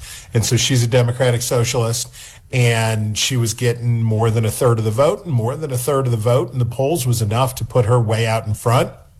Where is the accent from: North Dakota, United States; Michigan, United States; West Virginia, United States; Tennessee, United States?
West Virginia, United States; Wheeling; accent: Ohio Valley; I'm from the real West Virginia. I'm from Wheeling.